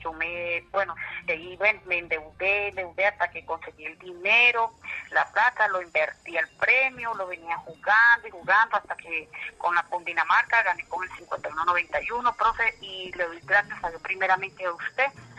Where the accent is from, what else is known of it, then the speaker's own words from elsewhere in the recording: Venezuela; moved away as an adult; llevo ya 11 años y medio acá viviendo, pues ahí poco a poco, pues yo llegué de Venezuela